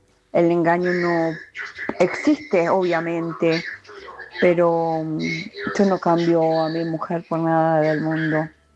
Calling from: Sabadell, Catalonia, Spain; Somos de Sabadell.

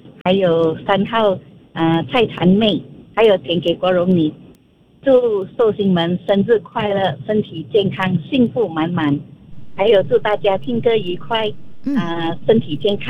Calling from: Penang, Malaysia

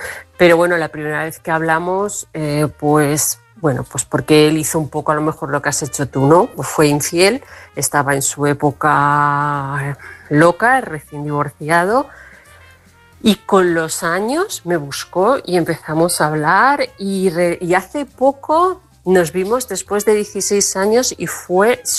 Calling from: Toledo, Castilla-La Mancha, Spain; Álvaro, buenas noches. … de Toledo.

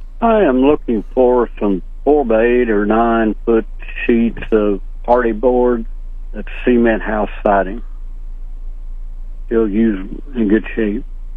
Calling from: Marceline, Missouri, United States; Marsh Lane.

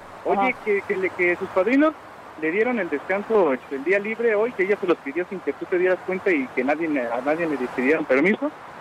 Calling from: Colima, Mexico; Somos de Colima.

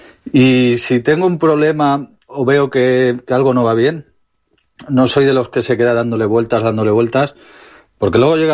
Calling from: Valencia, Valencian Community, Spain

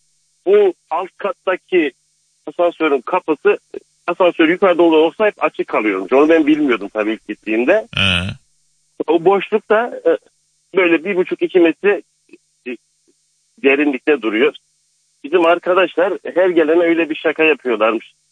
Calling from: Istanbul, Turkey; ben İstanbul'dan arıyorum.

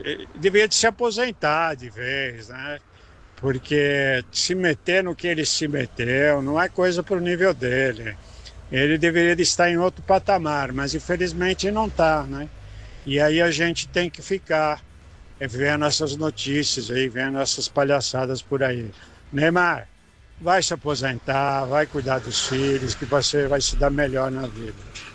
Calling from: São Paulo, Brazil; Tô falando aqui de São Paulo, da Zona Norte.

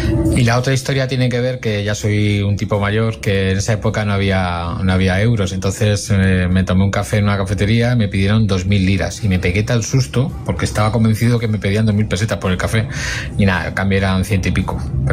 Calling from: Madrid, Community of Madrid, Spain; Hola, buenas. … de Madrid.

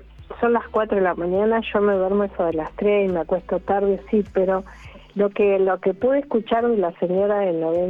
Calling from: Mar del Plata, Buenos Aires Province, Argentina; De Mar del Plata

